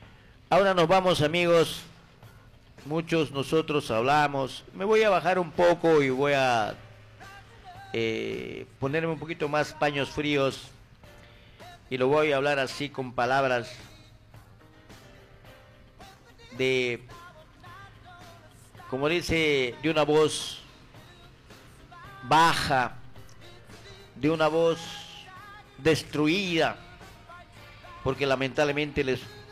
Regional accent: Peru; Así estamos los peruanos.

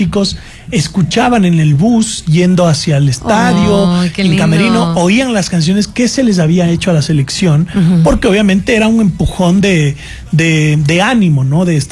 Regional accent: Ecuador; los ecuatorianos no nos rendimos.

